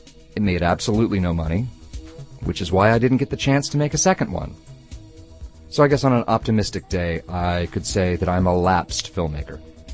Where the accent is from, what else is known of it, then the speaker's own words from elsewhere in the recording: Oklahoma, United States; my home state of Oklahoma